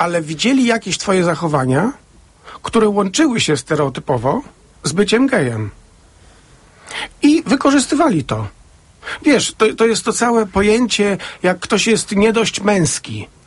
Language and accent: Polish; Koluszki, Łódź Voivodeship, Poland; ja jestem chłopakiem z Koluszek, dużo mniejsze miasteczko w porównaniu z Kielcami